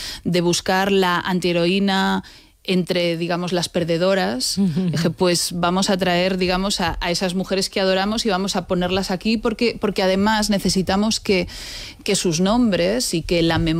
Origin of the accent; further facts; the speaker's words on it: A Coruña, Galicia, Spain; Soy gallega, digámoslo, soy gallega. Gallega de A Coruña.